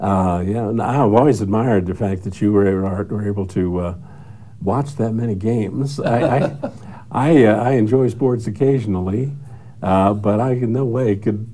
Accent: Maryland, United States; moved away as an adult; also born or lived in Washington, D.C. / Rhode Island; about the age of three, we moved just across the line, really, into neighboring Maryland, and that's where I was raised. And so I didn't leave there until I got drafted in the Army in 1966.

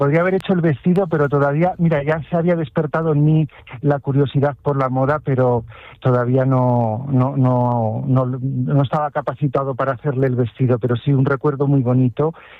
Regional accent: Miguel Esteban, Castilla-La Mancha, Spain; mi pueblo, que es donde empezó todo y donde están mis raíces y donde está mi taller

